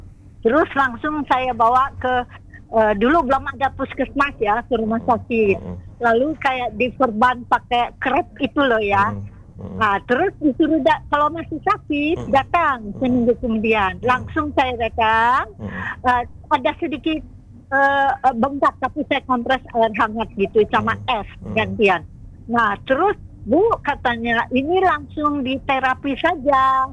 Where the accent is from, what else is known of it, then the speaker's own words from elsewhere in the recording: Lembang, West Java, Indonesia; Cuma saya waktu di tempat dingin, kota saya di Lembang itu dingin, itu terasa agak apa ya, nyeri.